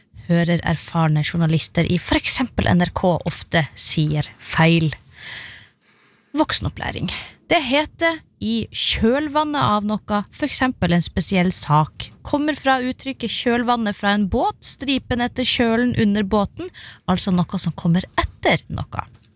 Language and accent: Norwegian; Beiarn, Nordland, Norway; also born or lived in Kjerstad; Det var et sted som... Det et sted som heter Beiern.